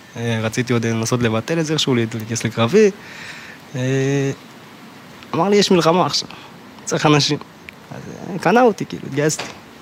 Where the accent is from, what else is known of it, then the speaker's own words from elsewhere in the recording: Migdal HaEmek, Northern District, Israel; בן 23. קדל העמק.